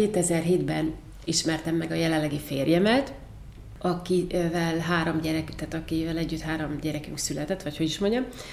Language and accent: Hungarian; Miskolc, Borsod-Abaúj-Zemplén, Hungary; moved away; Én alapvetően Miskolcról jöttem, 82-ben születtem